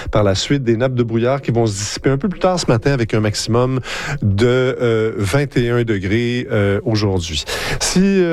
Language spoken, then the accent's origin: French; Montreal, Quebec, Canada; parce que moi je viens de Montréal